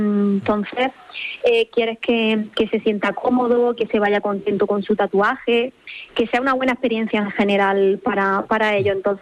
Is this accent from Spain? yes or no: yes; Almería, Andalusia, Spain; moved away; porque soy de Almería, aunque llevo muchísimos años aquí, y el mar siempre me ha llamado mucho.